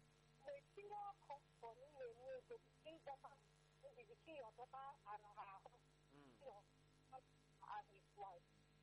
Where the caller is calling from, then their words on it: Aba, Abia, Nigeria; I'm calling from Abba.